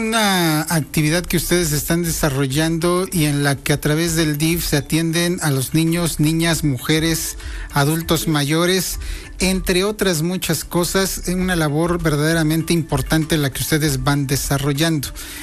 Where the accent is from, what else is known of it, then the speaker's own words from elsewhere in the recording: San Baltasar Campeche, Puebla, Mexico; Saludos a mis queridos amigos de San Baltasar Campeche, mi pueblito querido allá por la región sur de esta ciudad de Puebla.